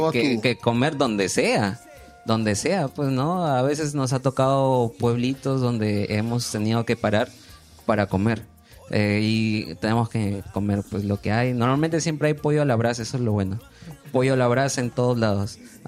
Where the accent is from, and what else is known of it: Chiclayo, Lambayeque, Peru; born there